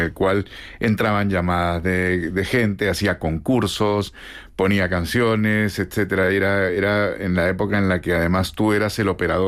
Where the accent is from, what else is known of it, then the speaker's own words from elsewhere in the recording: Lima, Peru; now in Madrid, Spain; soy de Lima, Perú, y llevo viviendo en Madrid desde el año 98, hace 28 años.